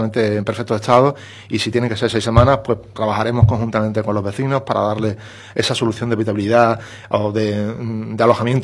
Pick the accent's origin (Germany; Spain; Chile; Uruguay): Spain